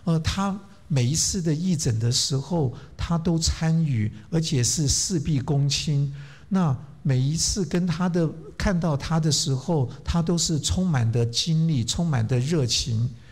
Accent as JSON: {"language": "Chinese", "country": "Taiwan", "moved": "yes"}